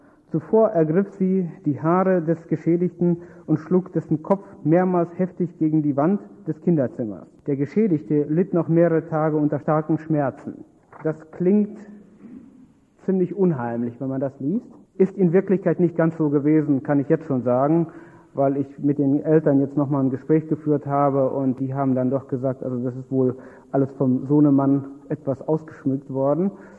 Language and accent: German; Detmold, North Rhine-Westphalia, Germany